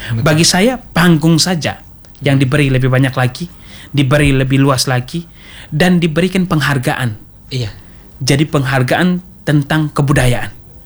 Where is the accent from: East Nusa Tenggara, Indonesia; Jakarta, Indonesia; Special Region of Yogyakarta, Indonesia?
East Nusa Tenggara, Indonesia; kalau di desa saya, desa Walomotong, Kampung Natargut, itu kita punya banyak menhir.